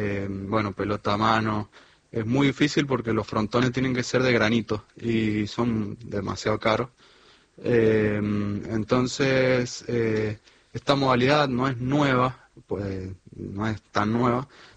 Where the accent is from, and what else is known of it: Guaymallén, Mendoza, Argentina